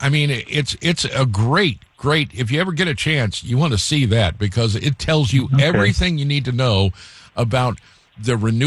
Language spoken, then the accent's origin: English; Iowa, United States; born there; Well, you know, I was born in Iowa, and I think Nebraska should have them. I don't want them in my Hawkeye state.